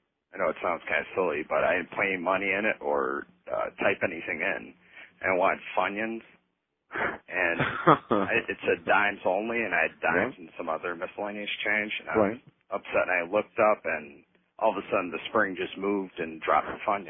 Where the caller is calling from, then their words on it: Ohio, United States; I'm from Ohio.